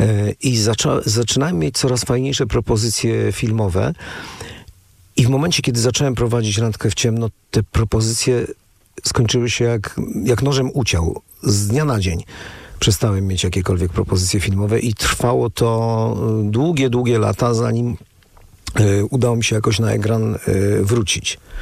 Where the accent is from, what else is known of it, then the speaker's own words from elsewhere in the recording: Warsaw, Masovian Voivodeship, Poland; also born or lived in Łódź; bo ja studiowałem w Łodzi, ale jestem warszawiakiem i wróciłem do swojego rodzinnego miasta po studiach.